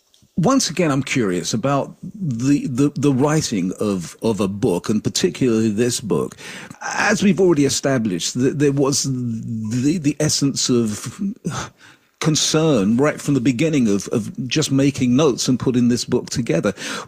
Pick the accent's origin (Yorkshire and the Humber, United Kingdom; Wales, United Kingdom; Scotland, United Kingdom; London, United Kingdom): London, United Kingdom; Growing up in London, where I did, I didn't get a car.